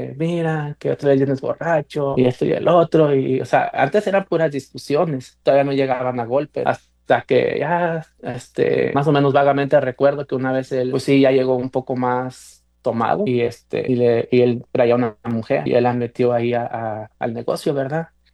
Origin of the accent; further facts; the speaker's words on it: Guanajuato, Mexico; now in Texas, United States; todos somos de allá de Guanajuato